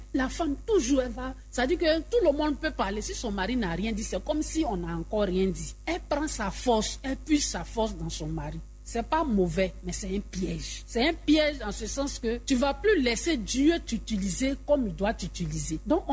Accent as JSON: {"language": "French", "region": "Abidjan", "country": "Côte d’Ivoire", "said": "Mais chez nous, à Abidjan, ici, non."}